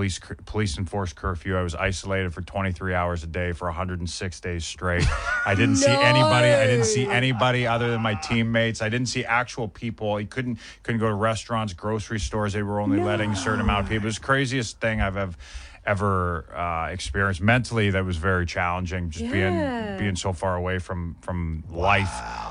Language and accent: English; Vancouver, British Columbia, Canada; born or raised there